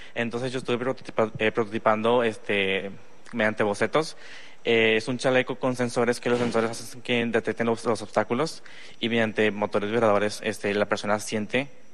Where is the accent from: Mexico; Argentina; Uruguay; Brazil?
Mexico; Santiago; de donde yo soy, vengo de Santiago